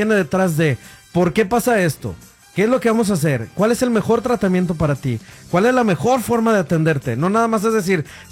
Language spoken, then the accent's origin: Spanish; Mexico; como hombre, como varón, como mexicano, como hispano